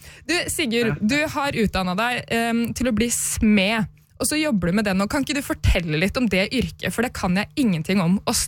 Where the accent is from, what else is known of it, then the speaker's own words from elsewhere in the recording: Øyer, Innlandet, Norway; Jeg kommer fra Øyer, det helt sør, helt sør i Gudbrandsdalen, nord for Lillehammer.